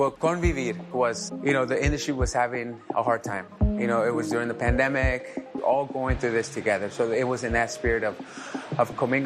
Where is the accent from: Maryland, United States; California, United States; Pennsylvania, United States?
California, United States; Napa; Growing up in Napa, there was no representation of where I came from or seeing successful chefs that look like me that went through things that I went through to look as an inspiration.